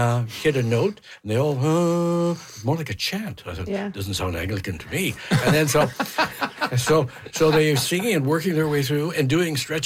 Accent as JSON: {"language": "English", "town": "Winnipeg", "region": "Manitoba", "country": "Canada", "said": "We're from Winnipeg, the city that gave its name to Winnie the Pooh."}